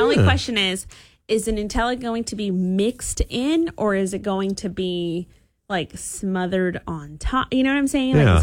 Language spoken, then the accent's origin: English; Texas, United States; growing up in Texas, we would go to this is a Lone Star thing, but we would go, or Southeast Texas thing, I should say.